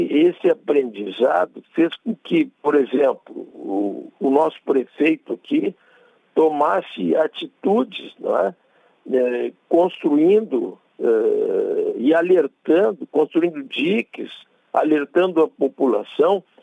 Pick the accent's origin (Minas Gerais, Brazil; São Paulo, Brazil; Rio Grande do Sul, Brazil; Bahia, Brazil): Rio Grande do Sul, Brazil; eu estou falando particularmente aqui do Rio Grande do Sul, porque sou gaúcho e vivo aqui